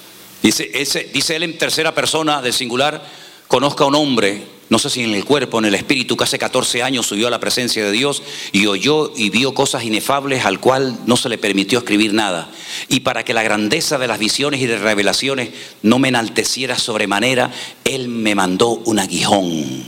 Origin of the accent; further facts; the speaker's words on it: Spain; a lo mejor los españoles tenemos una Biblia diferente a la de ustedes.